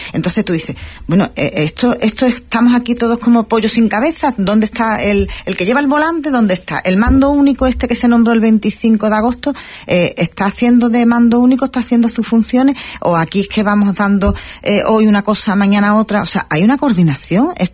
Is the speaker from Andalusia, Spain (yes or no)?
no; Ceuta, Spain; lo hago desde ciudadana ceutí